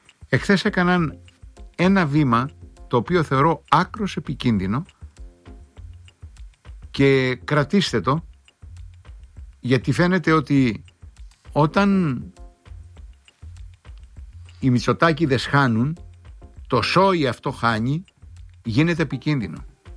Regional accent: Crete, Greece; στην Πατρώα μας γη, κοντοχωριανή μας ο Ανδρουλάκη, 4-5 χιλιόμετρα το χωριό του από το χωριό μου

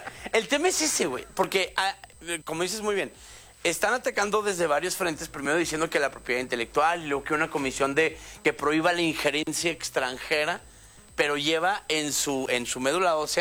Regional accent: Chihuahua, Mexico; yo soy chihuahuense

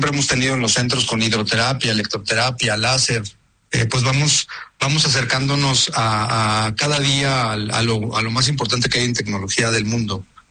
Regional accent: Mexico

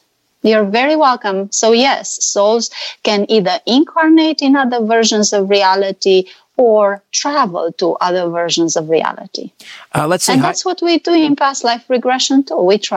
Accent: Romania; Yes, I'm not Hungarian. I'm from Romania

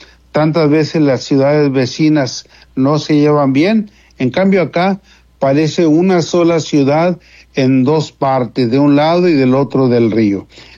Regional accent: Monterrey, Nuevo León, Mexico; moved away as an adult; also born or lived in Nuevo Laredo; now in Yucatán, Mexico; Nuevo Laredo es para mí algo semejante a mi tierra, a Monterrey. Llegué acá, salí de Monterrey y a la vez quedé aquí mismo, con la misma provincia eclesial, con la misma cultura que hay en este lugar.

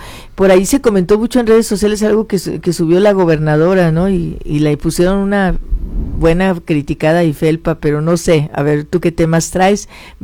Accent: Irapuato, Guanajuato, Mexico; mi ciudad natal se llamaba San Marcos Irapuato. Así se llamaba.

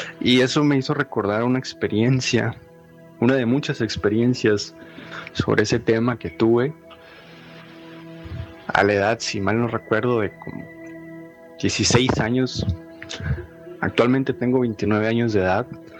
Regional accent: Monterrey, Nuevo León, Mexico; yo había viajado a la ciudad de San Antonio a mi ciudad de origen, en Monterrey

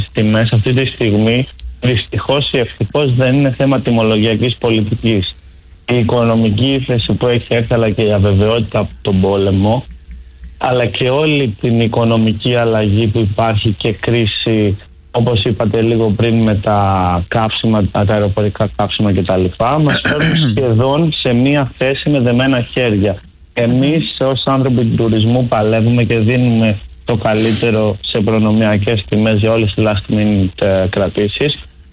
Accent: Greece; Θα ευχηθώ ως Έλληνας και ως άνθρωπος του τουρισμού

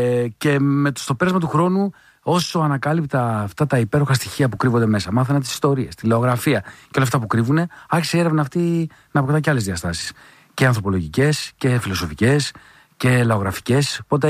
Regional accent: Drama, Eastern Macedonia and Thrace, Greece; Εγώ μεγάλωσα στη Δράμα

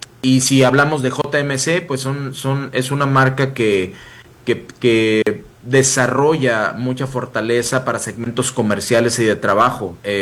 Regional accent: Mexico; Todo el equipo de ejecutivos, ingenieros que conformamos este grupo, somos mexicanos 100%. Fuimos estudiados en México.

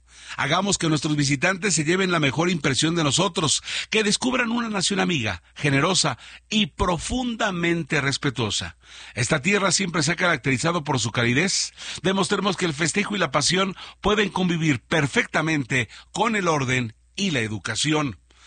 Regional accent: Mexico; Sí, de lo que somos los mexicanos.

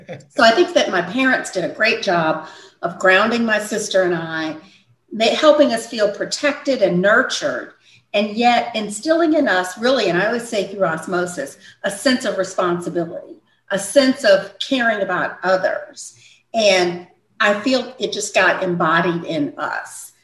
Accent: St. Louis, Missouri, United States; also born or lived in Kansas City; I am the daughter of … born and raised in St. Louis, Missouri. Raised, educated, and started my professional life there. I'm also a wife and a mother.

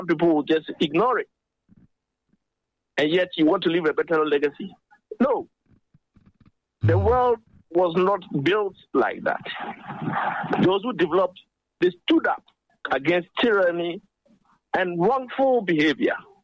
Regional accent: Ghana; Well, you see, because I'm a Ghanaian, I'm able to say we are all generally very bad people.

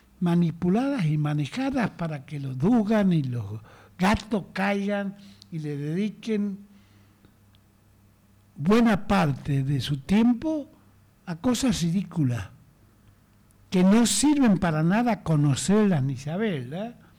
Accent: Argentina; así somos los argentinos.

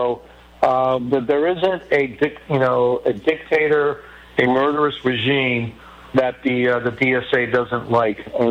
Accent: Miami, Florida, United States; But my story can be replicated, you know, hundreds of thousands of times here in my hometown of Miami.

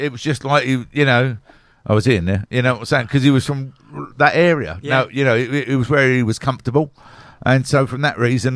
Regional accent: Upminster, London, United Kingdom; Yeah, it's … because I grew up in Upminster.

